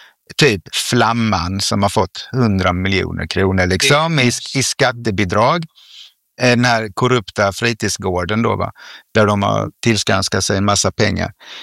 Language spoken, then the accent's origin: Swedish; Sweden; vi är etniska svenskar, är i minoritet i Malmö.